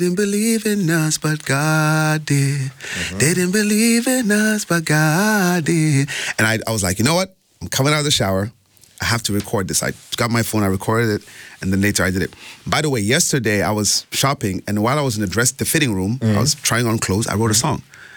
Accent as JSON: {"language": "English", "country": "Libya", "tie": "born or raised there", "moved": "yes", "said": "growing up in Libya"}